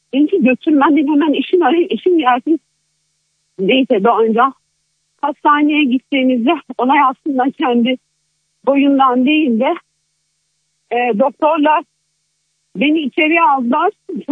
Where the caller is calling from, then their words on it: Istanbul, Turkey; Kartal'dan arıyorum.